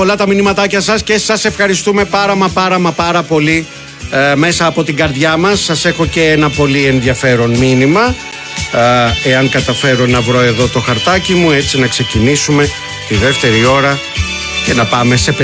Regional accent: Monemvasia, Peloponnese, Greece; εκεί στα μέρη μου. Δήμος Μονεβασιάς, με πρωτεύουσα τους Μολάους και η έδρα του Δημαρχείου στα Παπαδιάννικα.

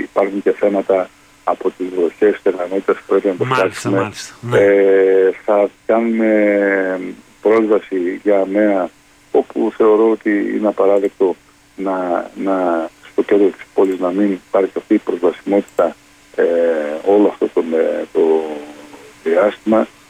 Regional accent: Kavala, Eastern Macedonia and Thrace, Greece; θα μιλήσω και ως Καβαλιώτης.

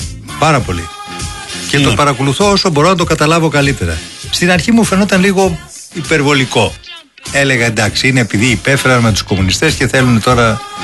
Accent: Greece

